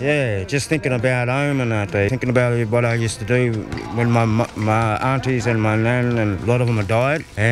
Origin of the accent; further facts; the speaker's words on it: Dubbo, New South Wales, Australia; people are Kunya Barkindji from Darling River, northwest of New South Wales, and I've been raised in Dubbo, Wiradjuri country.